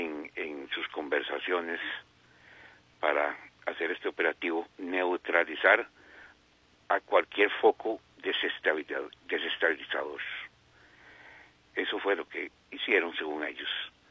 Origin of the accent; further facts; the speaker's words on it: Costa Rica; Nos, somos parte de Centroamérica, pero Centroamérica no es parte de Costa Rica.